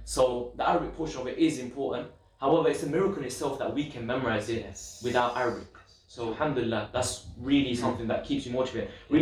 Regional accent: London, United Kingdom; I was born in London, lived in London, two Islamic schools.

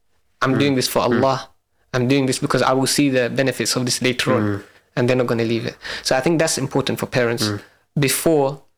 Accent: Tower Hamlets, London, United Kingdom; I grew up in Tauhamless.

